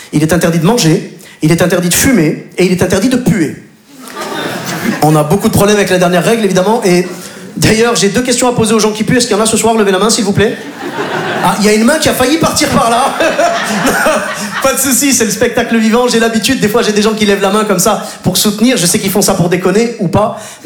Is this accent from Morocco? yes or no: yes; Morocco; je suis originaire du Maghreb, du Maroc plus précisément.